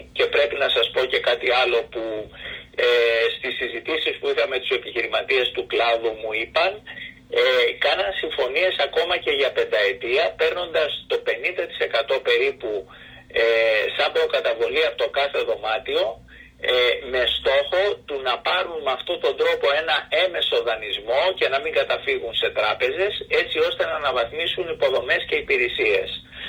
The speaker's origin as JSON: {"language": "Greek", "country": "Greece"}